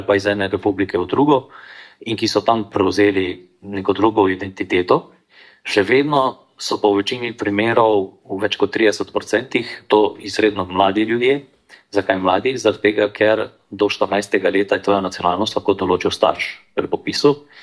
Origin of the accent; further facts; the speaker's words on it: Šmartno ob Paki, Savinja, Slovenia; iz mojega rojstnega kraja, se pravi, na Šmartno opaki